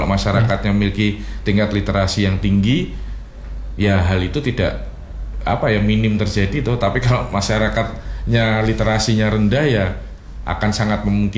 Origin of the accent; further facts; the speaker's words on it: Java, Indonesia; di kami orang Jawa sendiri